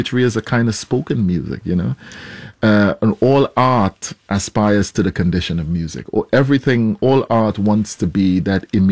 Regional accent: Trinidad & Tobago; Carnival, you know, which I grew up with in Trinidad

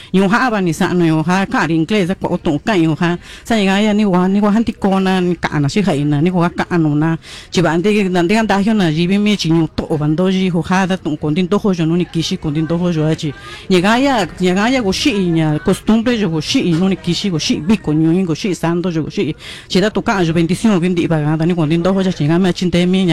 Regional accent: San Miguel Aguacates, Mexico; Yo estoy muy orgullosa de mi pueblo San Miguel Aguacates y de mi cultura, y sigo hablando el idioma dialecto también.

